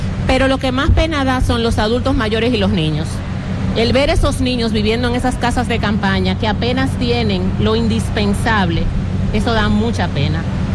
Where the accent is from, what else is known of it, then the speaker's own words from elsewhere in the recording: Dominican Republic; podemos estar todos como dominicanos muy orgullosos